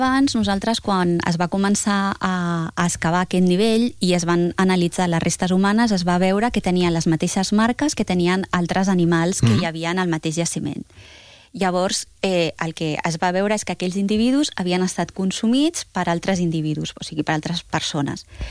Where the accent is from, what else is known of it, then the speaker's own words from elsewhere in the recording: Tarragona, Catalonia, Spain; Jo sóc de Tarragona, llavors, clar, això dels romans...